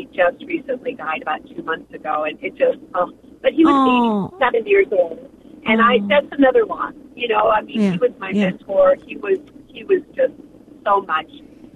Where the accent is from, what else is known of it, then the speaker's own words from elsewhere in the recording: Tucson, Arizona, United States; born and raised in Tucson, Arizona